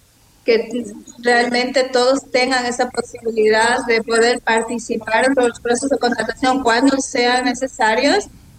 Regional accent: Espíndola, Loja, Ecuador; yo soy de Espíndola.

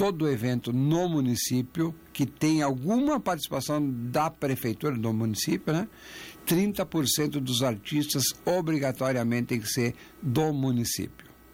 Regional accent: Pernambuco, Brazil; Eu sou do Nordeste, estado Pernambuco.

